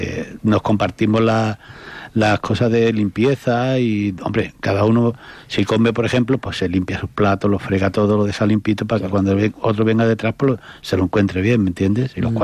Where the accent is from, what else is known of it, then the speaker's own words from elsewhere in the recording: Morón de la Frontera, Andalusia, Spain; moved away as an adult; Yo soy de Sevilla, de Morón de la Frontera